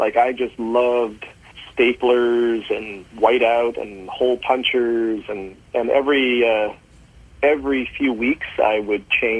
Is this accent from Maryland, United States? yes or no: yes; Maryland, United States; also born or lived in St. Louis, United States; So I grew up mainly in Maryland, but with three formative years in St. Louis, where I learned to play baseball and learned to build tree forts and dig unsuccessful traps in the woods for animals that just simply walked on by.